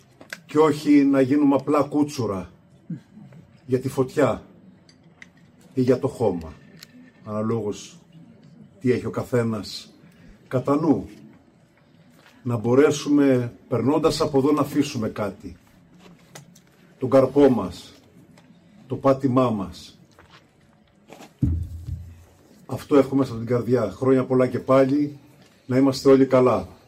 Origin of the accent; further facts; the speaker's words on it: Monemvasia, Peloponnese, Greece; moved away as an adult; now in Pachia Rachi, Aegina, Greece; εγώ είμαι από τη Μονεβασιά, η καταγωγή μου. Εκεί γεννήθηκα, εκεί μεγάλωσα. Έχουμε στον τόπο μου κάτω ελιές 2.000 ετών, τεράστιες.